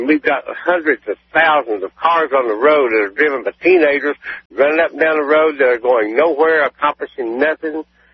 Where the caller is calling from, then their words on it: Morristown, Tennessee, United States; I'm in Tennessee, Morristown, Tennessee.